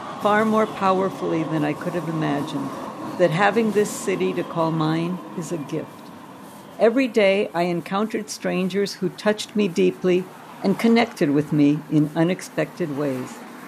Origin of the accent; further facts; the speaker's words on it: United States; I am an American.